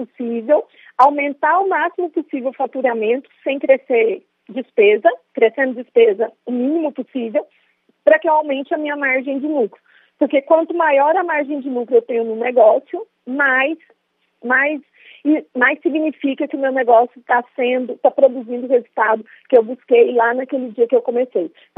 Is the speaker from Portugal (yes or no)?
no; Goiás, Brazil; eu sou de Goiás